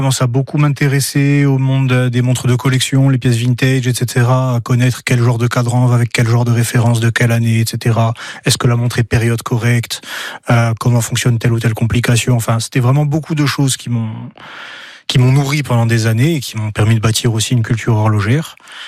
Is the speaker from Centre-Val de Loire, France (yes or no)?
no; Solenzara, Corsica, France; also born or lived in Bastia; j'ai grandi à Solenzar et je suis parti faire mes études pour passer mon baccalauréat à Bastia